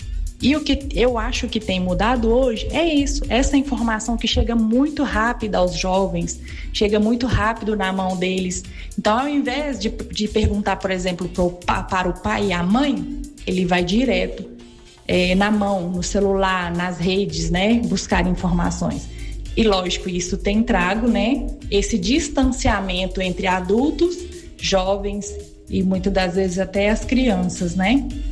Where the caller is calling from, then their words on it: Paracatu, Minas Gerais, Brazil; eu falo de Paracatu, Minas Gerais.